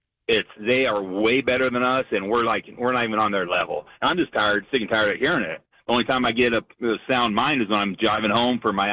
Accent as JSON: {"language": "English", "area": "Bay Area", "region": "California", "country": "United States", "tie": "born or raised there", "moved": "yes", "lives_now": "Seattle, United States", "said": "born and raised in the Bay Area. Shout out to the 831 Santa Cruz."}